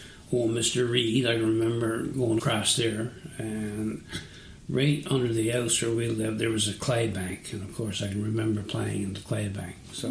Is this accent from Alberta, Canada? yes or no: no; Rocky Harbour, Newfoundland and Labrador, Canada; also born or lived in Lomond, Newfoundland and Labrador; now in Cow Head, Canada; I was born in Loman, actually, till I was five, and then we moved to Rocky Harbour. And I've been in Cowhead now, I guess, since 1977